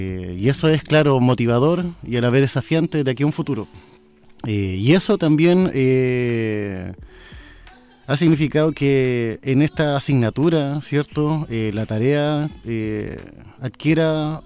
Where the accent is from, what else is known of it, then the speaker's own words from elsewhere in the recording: Araucanía, Chile; moved away as an adult; also born or lived in Los Ríos Region; now in Los Lagos Region, Chile; Bueno, yo vengo de un sector rural que está ubicado en las cercanías de Vilcún. Eso es en la Araucanía.